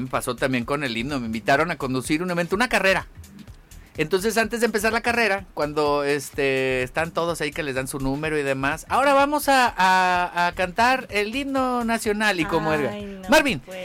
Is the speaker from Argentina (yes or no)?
no; Oaxaca, Mexico; no jefe, soy mexicano de Oaxaca